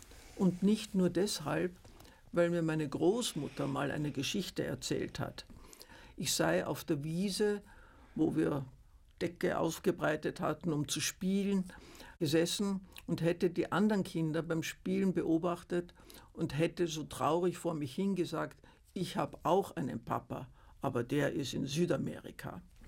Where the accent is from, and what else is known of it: Vienna, Austria; born or raised there